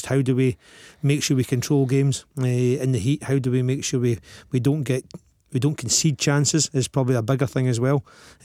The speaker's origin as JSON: {"language": "English", "region": "Scotland", "country": "United Kingdom", "said": "We're doing what we love doing as Scottish people."}